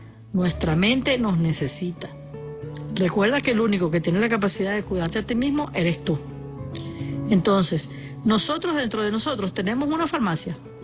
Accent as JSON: {"language": "Spanish", "country": "Venezuela", "said": "Entonces, nosotros como venezolanos tenemos esa capacidad, ese mecanismo mental de salir adelante con una sonrisa."}